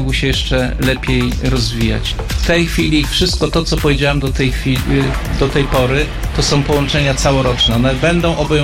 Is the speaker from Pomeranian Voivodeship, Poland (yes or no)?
no; Warmian-Masurian Voivodeship, Poland; moved away as an adult; ja też pochodzę z Mazur i ciężko mi jest zapomnieć te tereny, bo one są najpiękniejsze. Wychowałem się nad Jeziorakiem, tam 25 lat mieszkałem i jestem w Mazurach zakochany